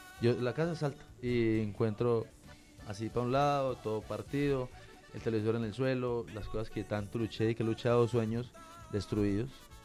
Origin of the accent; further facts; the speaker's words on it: Belalcázar, Caldas, Colombia; Y estaba en la terminal, iba para mi pueblo. Yo iba a Belalcázar Caldas